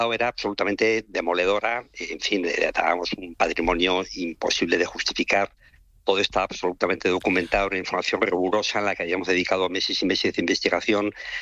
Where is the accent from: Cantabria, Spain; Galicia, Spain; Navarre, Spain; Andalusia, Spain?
Navarre, Spain; Pamplona; piso en el que vivía en Pamplona, muy cerca del Colegio de Jesuitas, donde yo había estudiado, yo soy de Pamplona.